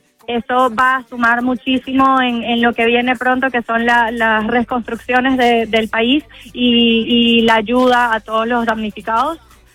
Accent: Venezuela; now in Miami, United States; No somos solamente los venezolanos

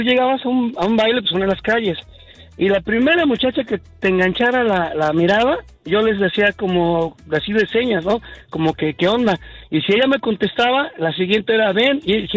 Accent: Mexico City, Mexico; yo crecí, soy de la Ciudad de México, o sea, hay muchos barrios

